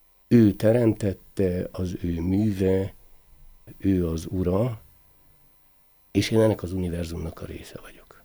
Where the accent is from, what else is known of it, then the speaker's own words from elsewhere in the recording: Hungary; Ugye én Tiszaparton nőttem fel